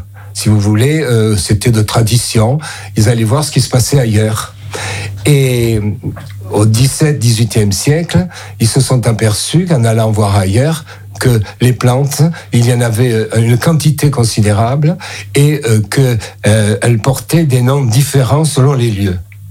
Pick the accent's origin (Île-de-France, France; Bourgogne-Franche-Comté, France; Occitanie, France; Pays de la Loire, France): Occitanie, France; Montpellier; comme je suis montpelliérain depuis plusieurs générations